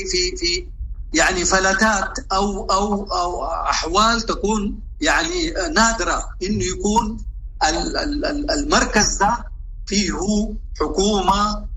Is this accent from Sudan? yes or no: yes; Sudan; نحن عندنا في السودان